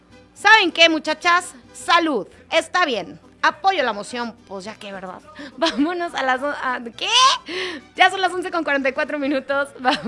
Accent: Mexico; nosotras como mexicanas

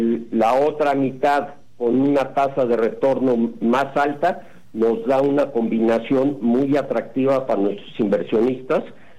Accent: Mexico; lo digo como mexicano en particular

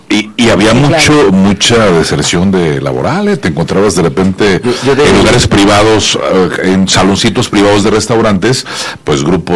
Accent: Mexico

